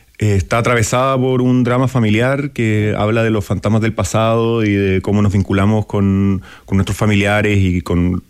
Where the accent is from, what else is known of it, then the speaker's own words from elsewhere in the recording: Chile; accent: Chilean; yo no podía tener acento chileno.